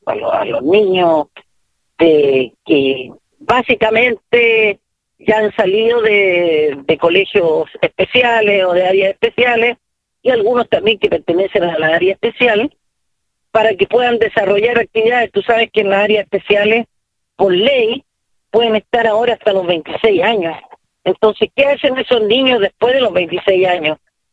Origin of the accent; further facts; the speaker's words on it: Chile; somos chilenos, y como chilenos